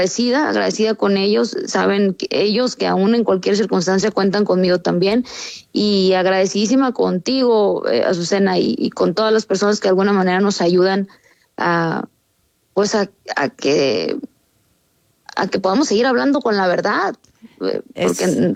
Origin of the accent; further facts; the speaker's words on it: Sinaloa, Mexico; a veces mi tono, a veces mi forma, pues soy norteña, soy sinaloense, uh-huh.